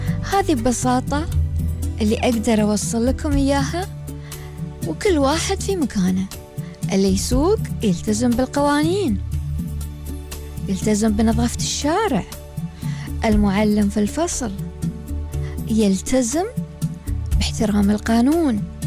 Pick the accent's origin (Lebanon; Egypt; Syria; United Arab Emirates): United Arab Emirates; بلادنا الإمارات